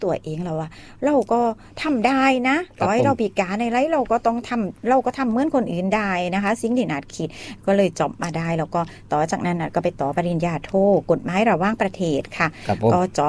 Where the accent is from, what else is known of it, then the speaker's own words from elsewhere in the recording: Songkhla, Thailand; also born or lived in Surat Thani; ที่บ้านก็อยากให้เรียนหน้าด้านบ้านอยู่สงขลานะคะก็ต้องมาเรียนโรงเรียนตาบอดที่สุราษฎร